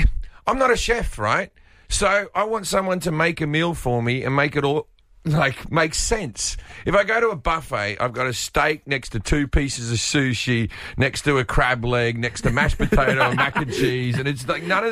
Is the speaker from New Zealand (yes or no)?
no; Australia; now in United States; Because my wife's British, I'm Australian, we live in America, it would be a whole thing, right?